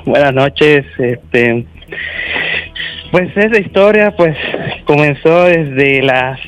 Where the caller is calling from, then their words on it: Mérida, Yucatán, Mexico; accent: Yucatecan; Tengo 23 años y soy de acá, de la bellísima Blanca Mérida.